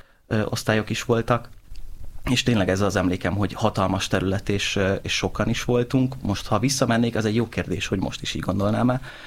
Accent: Siófok, Somogy, Hungary; Pedig hát siófoki vagyok összességében. Sziklak felsőn nőttem föl, az volt, ott töltöttem az első 14 évem egy gyerekként, de Siófokra jártam általános iskolába

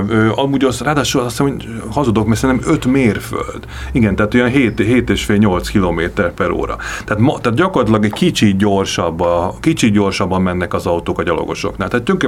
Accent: Budapest, Hungary; a budai környéken, ahol én felnőttem

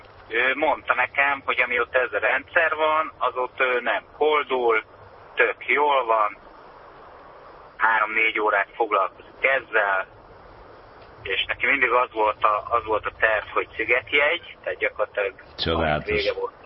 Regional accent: Szentendre, Pest, Hungary; De egyébként nekem van egy ismerősöm, én Szentendrei vagyok, és ott van egy arc

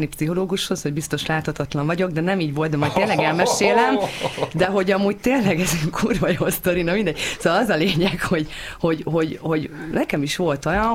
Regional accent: Hungary; Nagyon magyar vagyok

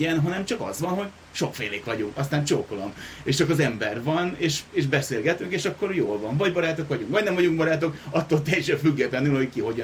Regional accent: Hungary

